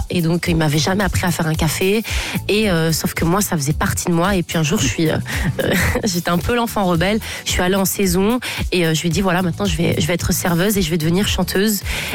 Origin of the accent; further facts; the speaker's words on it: Nice, Provence-Alpes-Côte d'Azur, France; Moi, j'ai grandi à Nice. Mon père a un bar à Nice.